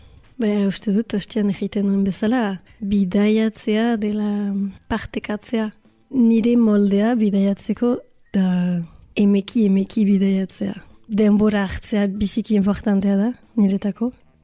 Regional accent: Bayonne, Nouvelle-Aquitaine, France; Baionakoa naiz, eta bon, ez dakit importantea den, ogoita amabost urte ditut.

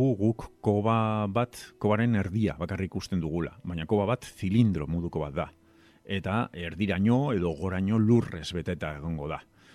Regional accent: Portugalete, Basque Country, Spain; born there; also born or lived in Vitoria-Gasteiz / Germany; 45 urte ditut, Portugaleten, Bizkaian jaio nintzen, eta, orain dela urte asko ez naiz berton bizitzen, Gasteizen bizitzen nintzen, gero Alemanian

